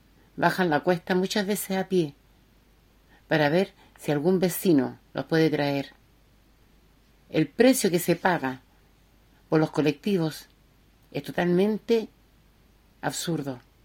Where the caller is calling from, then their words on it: Laguna Verde, Valparaíso, Chile; de Laguna Verde.